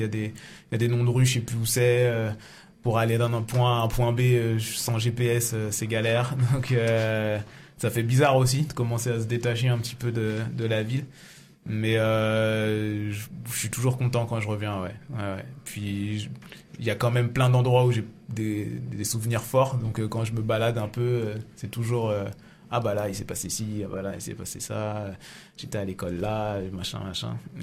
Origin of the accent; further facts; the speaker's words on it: Saint-Nazaire, Pays de la Loire, France; moved away as an adult; Je suis né à Saint-Nazaire, au Petit Caporal précisément. J'ai grandi là-bas. Et voilà, j'ai 37 ans.